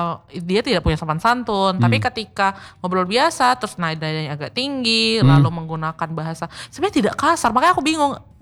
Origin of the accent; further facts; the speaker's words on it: Medan, North Sumatra, Indonesia; accent: Melayu (Medan Malay); logatku ini sebenarnya dipakai itu logat Melayu.